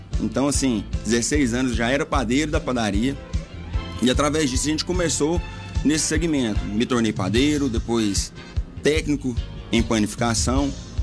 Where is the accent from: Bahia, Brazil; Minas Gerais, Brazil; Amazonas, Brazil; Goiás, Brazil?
Goiás, Brazil; moved away as an adult; now in Aparecida de Goiânia, Brazil; Cresci na região...